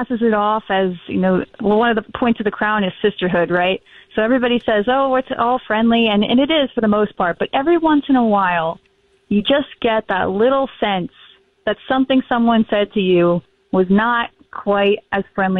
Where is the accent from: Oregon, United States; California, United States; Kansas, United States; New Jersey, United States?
New Jersey, United States; I'm from New Jersey.